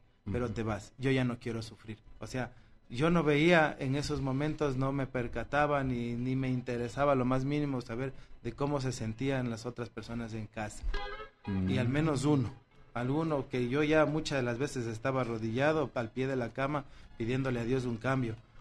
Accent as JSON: {"language": "Spanish", "town": "Santo Domingo", "region": "Distrito Nacional", "country": "Dominican Republic", "said": "Yo soy de Santo Domingo."}